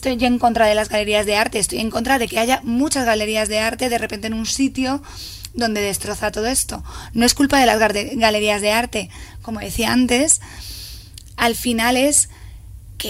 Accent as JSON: {"language": "Spanish", "town": "Madrid", "region": "Community of Madrid", "country": "Spain", "said": "yo soy de Lavapiés, mi abuela migró de Jaén a Lavapiés, mi madre nació en una corrala y soy muy feliz en mi barrio"}